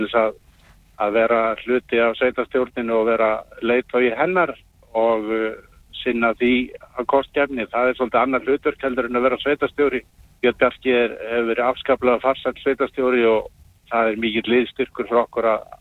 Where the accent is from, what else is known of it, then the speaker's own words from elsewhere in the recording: Hvalfjarðarsveit, Western Region, Iceland; Þetta er mín heimasveit og ég hefði bara metnað fyrir því að fara og bjóða mig fram mína krafta í minni heimasveit